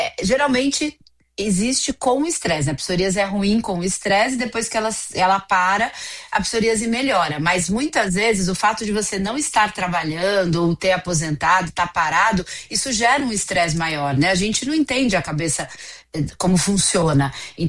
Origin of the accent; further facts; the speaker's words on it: Araraquara, São Paulo, Brazil; Minha família, eu sou de Araraquara, minha família